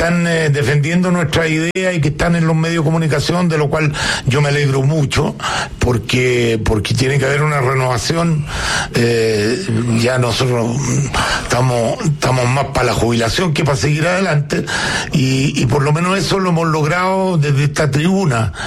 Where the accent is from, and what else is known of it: Chile